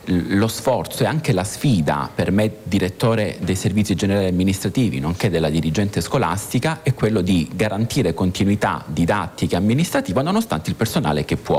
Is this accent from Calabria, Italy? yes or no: yes; Calabria, Italy; now in Amatrice, Italy; Sono calabrese.